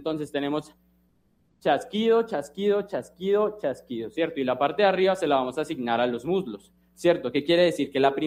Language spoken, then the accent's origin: Spanish; Bogotá, Bogotá Capital District, Colombia; yo soy Rolo